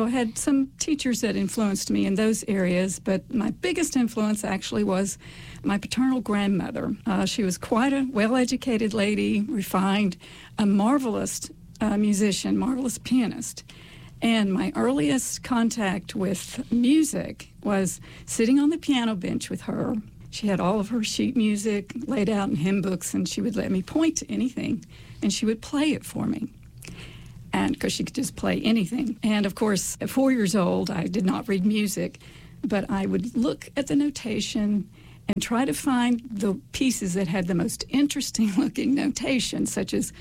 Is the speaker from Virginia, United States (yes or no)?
yes; Castlewood, Virginia, United States; also born or lived in Dallas, Texas; I was born in Dallas, Texas, but both my parents grew up in Southwest Virginia, in Dickinson County specifically. And so when I was a baby, they moved back and raised me in Russell County, in Castlewood specifically.